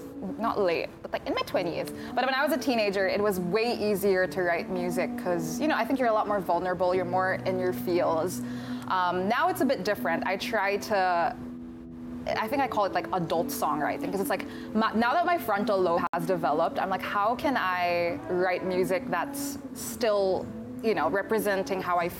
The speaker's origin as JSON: {"language": "English", "country": "Philippines", "said": "I always talk about like how I'm from the Philippines, and at the time, you know, it was COVID and it was crazy, but I was like, no, like I'm from the Philippines, I'm from Asia"}